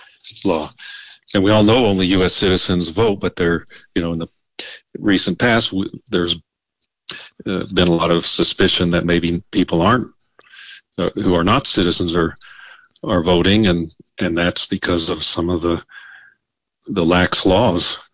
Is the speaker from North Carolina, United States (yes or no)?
no; Texas, United States; now in Arizona, United States; I grew up in Texas, and there I earned the high school diploma from the public schools and got a BS in electrical engineering